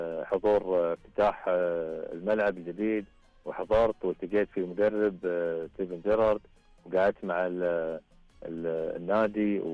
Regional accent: Kuwait; أصلا حتى عندنا هنا في الكويت منقسمين لخاصة الثلاث أندية

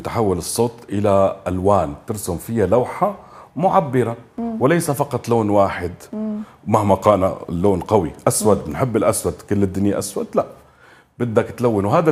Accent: Syria; بالنهاية نحن موجودين سوريين بنحب هاي البلد كتير

